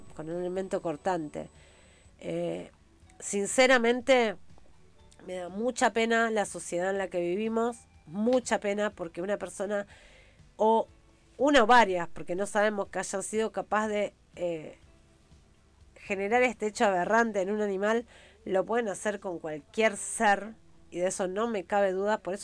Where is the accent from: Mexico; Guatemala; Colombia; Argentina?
Argentina; como argentinos, como argentina que soy